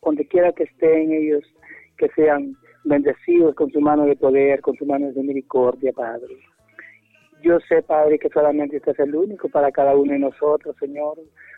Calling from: Lepaera, Lempira, Honduras; De aquí de Landique, Lempira

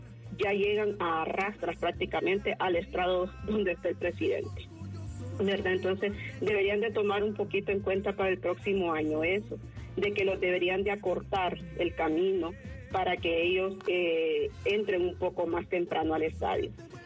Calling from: Tegucigalpa, Francisco Morazán, Honduras; Yo soy de Tegucigalpa

